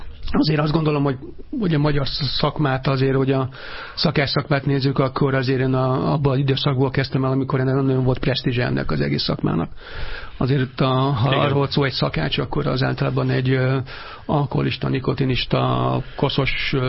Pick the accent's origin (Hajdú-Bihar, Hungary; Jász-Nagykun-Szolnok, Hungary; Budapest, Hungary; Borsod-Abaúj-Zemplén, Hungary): Budapest, Hungary; Én a 11. kerülethez tartom magam, mert én ott születtem, ott jártam iskolába, a Vodába, egyébként meg Erzsébeten laktunk